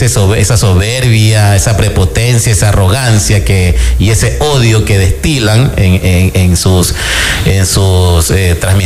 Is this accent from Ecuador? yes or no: yes; Ecuador; sino que nos denigran y nos atacan a nosotros como país, como Ecuador, como ecuatorianos, ¿no?